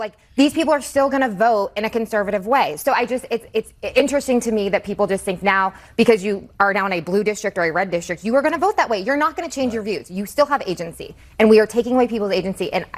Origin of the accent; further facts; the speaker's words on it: California, United States; born there; I grew up I was born in Placer County.